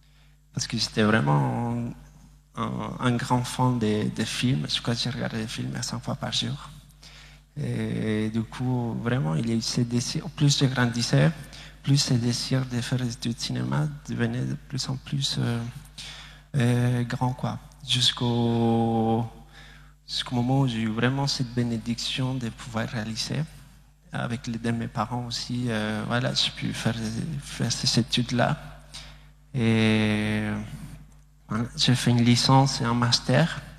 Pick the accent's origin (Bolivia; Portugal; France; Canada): Bolivia; moved away; j'ai 25 ans et je suis bolivien. Je viens de la Bolivie, en fait, je se trouve en Amérique du Sud. Et voilà. Et du coup, en fait, moi je suis diplômé en réalisation cinématographique à Paris.